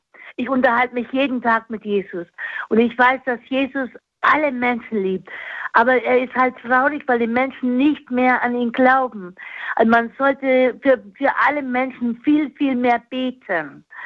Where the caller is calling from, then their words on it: Nuremberg, Bavaria, Germany; ich wohne in Nürnberg.